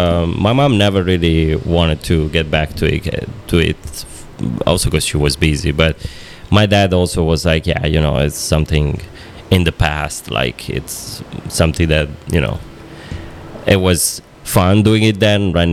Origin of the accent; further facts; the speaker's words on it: Italy; born there; English is a second language; moved away